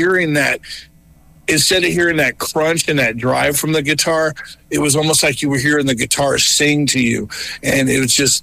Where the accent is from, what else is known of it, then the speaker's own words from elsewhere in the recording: Chicago, Illinois, United States; growing up in Chicago, you're around the Chicago blues all the time